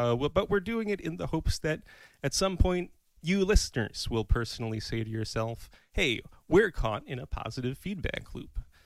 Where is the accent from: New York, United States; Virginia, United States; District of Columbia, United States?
New York, United States; I grew up in Western New York, more or less, with rounding.